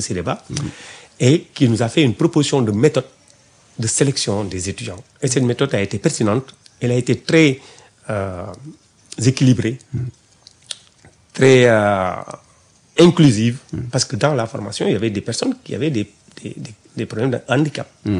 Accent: Germany; first language German; French is a second language; Je suis allemand de... C'est ma première langue aussi.

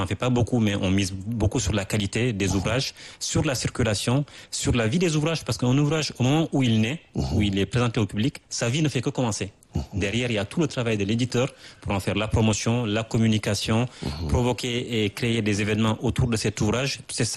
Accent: Senegal

